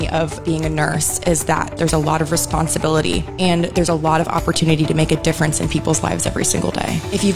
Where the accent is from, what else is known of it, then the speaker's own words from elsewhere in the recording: Charleston, South Carolina, United States; from Charleston, South Carolina. I was a critical care nurse.